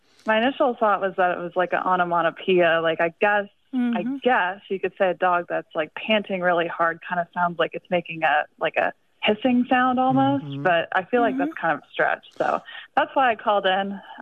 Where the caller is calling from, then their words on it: Washington, District of Columbia, United States; I'm calling from Washington, D.C.